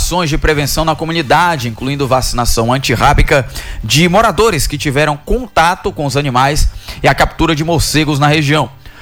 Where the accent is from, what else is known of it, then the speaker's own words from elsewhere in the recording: Northeast Brazil, Brazil; a gente, no Nordeste